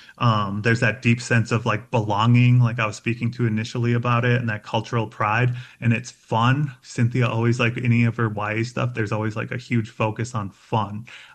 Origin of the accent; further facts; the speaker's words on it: Minnesota, United States; now in Denver, United States; Like I live in Denver, but I'm from the Red Lake Indian Reservation in northern Minnesota.